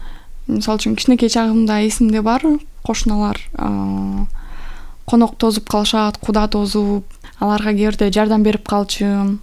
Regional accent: Tamga, Issyk-Kul Region, Kyrgyzstan; Тамга менин балалыгым өткөн жүрөгүмдө жакын жер. Мен үчүн бул жөн гана айыл эмес, мен кичинекей мекеним болуп эсептелет.

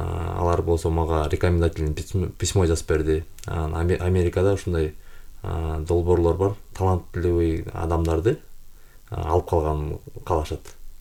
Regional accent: Budenny, Talas Region, Kyrgyzstan; Мен өзү Талас облусунун Кара Бура районуна караштуу, чоң Кара Бура районунан Буденый деген айылда төрөлгөм. Ата энем, апам ушул эле школдо мектепте мугалим болуп иштеп келген.

